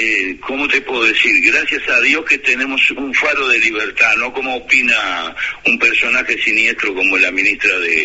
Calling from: Uruguay

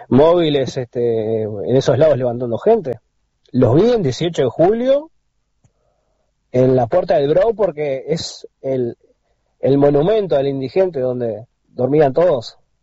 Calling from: Montevideo, Uruguay; yo vivo en Aires Puros, tengo pocas cuadras al Marconi, un par de cuadras más a Casavalle

